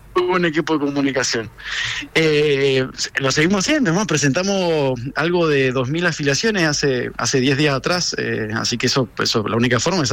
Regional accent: Guaymallén, Mendoza, Argentina; Porque yo soy de Guaymallén

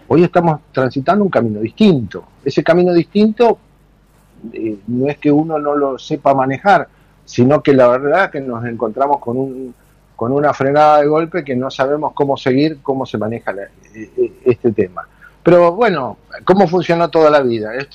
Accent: Bahía Blanca, Buenos Aires Province, Argentina; yo soy de Bahía, así que decidí venir a instalarme por completo acá a Bahía Blanca, nunca descuidé el local de Punta Alta

